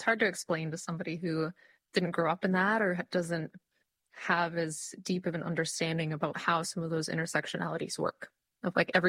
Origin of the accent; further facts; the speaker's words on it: Six Nations of the Grand River, Ontario, Canada; Yeah, so I grew up on Six Nations. I've lived at home with my parents and grandparents my whole life.